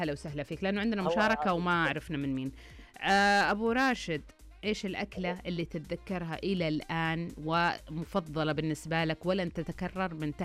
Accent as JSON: {"language": "Arabic", "region": "Eastern Province", "country": "Saudi Arabia", "said": "أنا لأنه من أهل الشرقية فأهل الشرقية سوي الثريد تقريبا يقرب للجريش"}